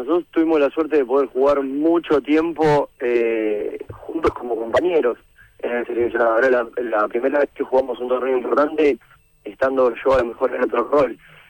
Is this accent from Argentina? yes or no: yes; Argentina; somos Argentina